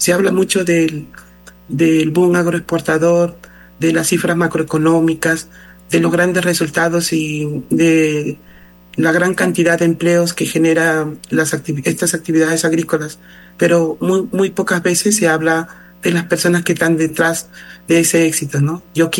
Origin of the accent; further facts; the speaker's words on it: Ica, Peru; born there; ejerzo la abogacía en mi país, Perú, en el lugar donde nací, que es Ica.